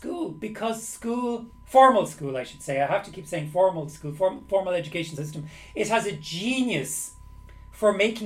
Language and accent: English; Ireland; now in Lublin, Poland; I'm from Ireland, but I'm in Lublin.